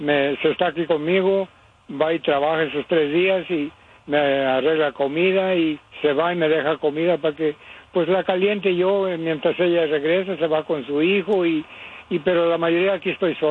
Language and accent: Spanish; El Grullo, Jalisco, Mexico; now in West Covina, United States; Del Grullo, Jalisco